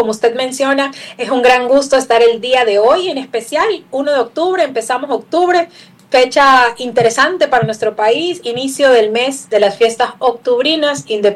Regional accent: Guayaquil, Guayas, Ecuador; como guayaquileños podemos estar muy orgullosos

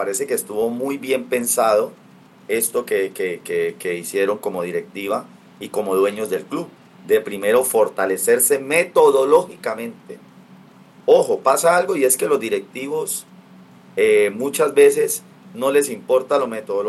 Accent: Colombia

